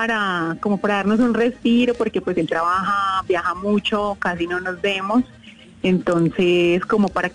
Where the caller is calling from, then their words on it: Bogotá, Colombia; Vivo en Suba.